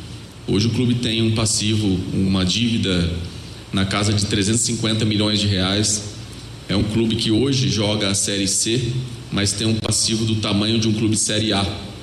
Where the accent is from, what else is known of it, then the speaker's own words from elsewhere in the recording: Brazil; nós brasileiros